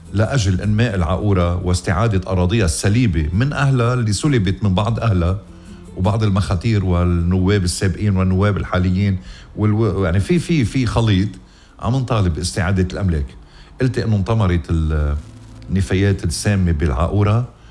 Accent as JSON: {"language": "Arabic", "town": "Ghazir", "region": "Keserwan-Jbeil", "country": "Lebanon", "tie": "born there", "said": "ضيعتين حلوين كتير، مسقط رأسي غزير وشنانعير المجاورة."}